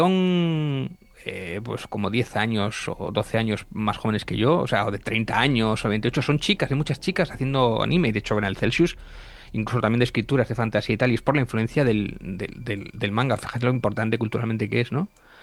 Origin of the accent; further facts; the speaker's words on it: Asturias, Spain; yo no sé si es porque echaba mucho de menos Asturias, o soy muy de aquí